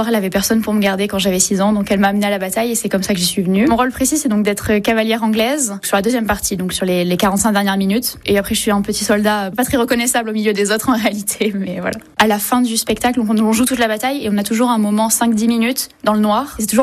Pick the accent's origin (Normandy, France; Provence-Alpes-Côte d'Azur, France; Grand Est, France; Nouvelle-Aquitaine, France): Nouvelle-Aquitaine, France; Saint-Émilion; also born or lived in Libourne; j'ai 21 ans. Et je suis née à Libourne, j'ai grandi à Saint-Émilion.